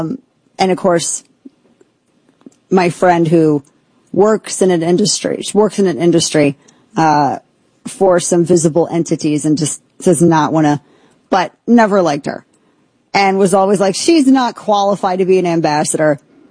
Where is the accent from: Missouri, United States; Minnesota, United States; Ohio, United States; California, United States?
Missouri, United States; We got involved in that race because it's my home state.